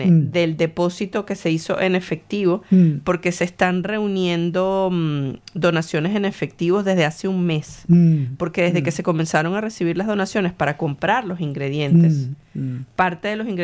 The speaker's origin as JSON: {"language": "Spanish", "country": "Venezuela", "said": "Y también de cara a lo que está pasando en Venezuela, uno también como venezolano duda mucho en todo aquello que puede estar relacionado con una organización corrupta"}